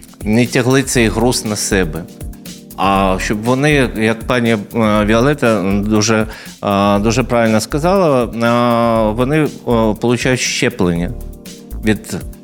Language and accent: Ukrainian; Lviv, Lviv Oblast, Ukraine; now in Odesa, Ukraine; я не народився в Одесі. Я зі Львова.